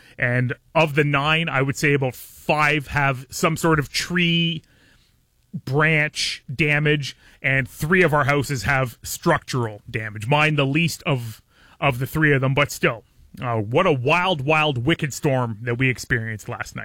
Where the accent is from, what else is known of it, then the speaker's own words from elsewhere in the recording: Ontario, Canada; I've been back here in this area for 6 years now, and I grew up in Puce or in Bell River.